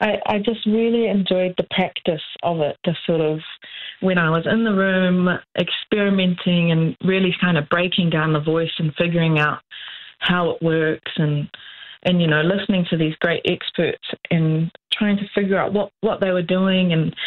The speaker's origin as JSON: {"language": "English", "region": "Hawke's Bay", "country": "New Zealand", "tie": "born or raised there", "also_born_or_lived": "Wellington / Waikato", "moved": "as an adult", "said": "So I grew up in Hawke's Bay."}